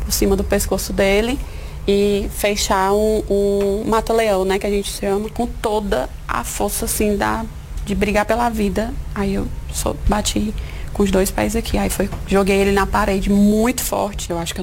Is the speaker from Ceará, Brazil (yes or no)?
yes; Fortaleza, Ceará, Brazil; Eu fico me perguntando, nossa, eu saí de Fortaleza pra cá pra tentar ter uma vida melhor e aí acontece isso comigo.